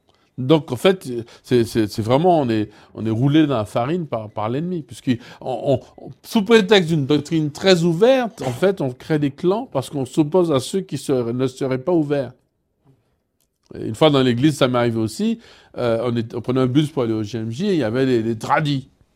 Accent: Martinique; Et tu dis, je suis de la France, de la Martinique.

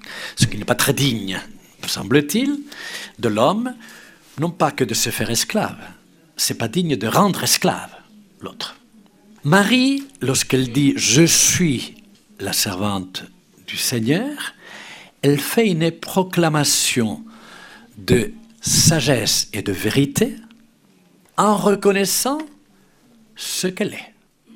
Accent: Spain; Pour ma part, peut-être parce que je suis espagnol, je préfère cette traduction qui n'enlève rien à l'autre.

